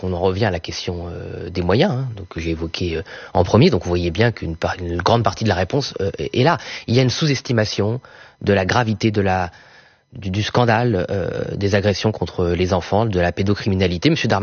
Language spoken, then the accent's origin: French; Boulogne-sur-Mer, Hauts-de-France, France; born there